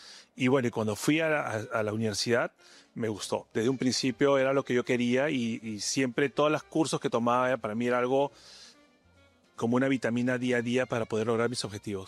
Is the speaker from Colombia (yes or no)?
no; Peru